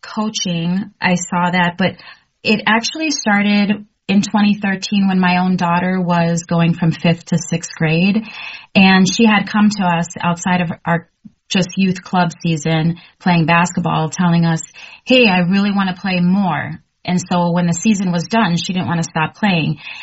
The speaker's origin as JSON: {"language": "English", "region": "Florida", "country": "United States", "moved": "as an adult", "said": "I am actually originally from Florida, went to a small Christian school, K through 12"}